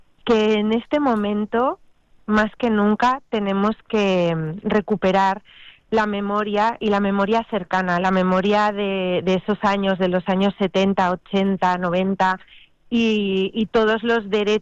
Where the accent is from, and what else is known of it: Huesca, Aragon, Spain; now in Barcelona, Spain